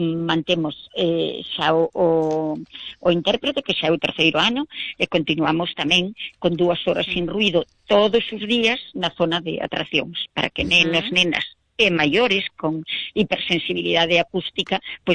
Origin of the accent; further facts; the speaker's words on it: Mandán, Galicia, Spain; Pois sí, porque vouche contar, xa fai 40 anos, eu xa fora... da Comisión de Festas en Mandán, no meu pobo.